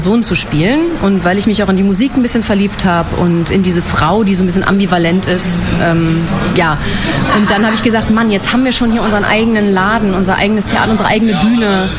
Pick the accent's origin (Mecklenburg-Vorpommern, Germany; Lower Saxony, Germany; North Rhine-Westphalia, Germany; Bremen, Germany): Bremen, Germany; born there; moved away as an adult; also born or lived in Munich / Schwedt; ich bin in Bremen geboren, da komme ich her